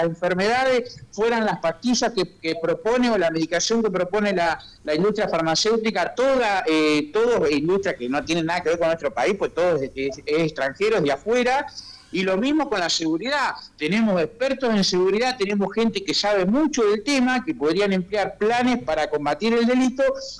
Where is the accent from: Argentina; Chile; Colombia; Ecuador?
Argentina